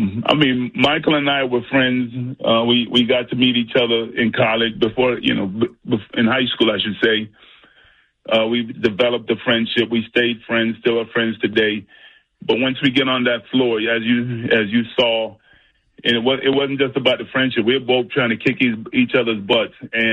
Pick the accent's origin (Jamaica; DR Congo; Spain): Jamaica; now in United States; I used to want to play soccer when I was growing up in Jamaica. I wanted to be the next Pelé. Moved to America, fell in love with this game of basketball.